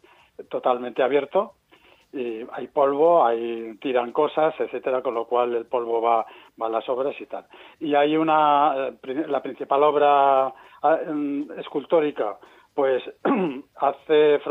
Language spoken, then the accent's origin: Spanish; Aragon, Spain; los que tenemos que valorarla somos los aragoneses